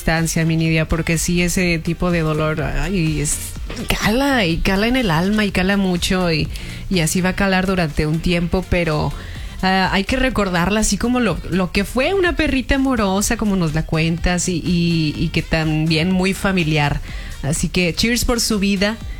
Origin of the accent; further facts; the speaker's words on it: Mexico; lo peor por cómo somos los mexicanos de impuntuales.